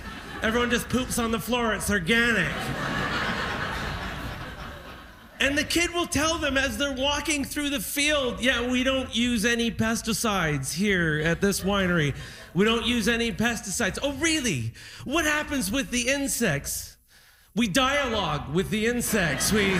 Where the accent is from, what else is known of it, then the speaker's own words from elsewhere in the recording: Niagara-on-the-Lake, Ontario, Canada; Thank you, Niagara-on-the-Lake, my hometown.